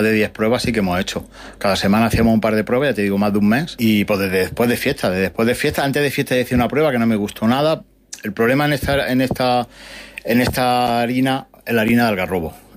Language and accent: Spanish; Villena, Valencian Community, Spain; somos de Villena